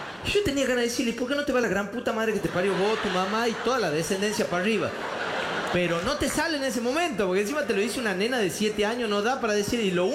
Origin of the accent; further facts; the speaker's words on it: Famaillá, Tucumán, Argentina; moved away; no tenemos ni camión de bomberos ni terminal en Famaya.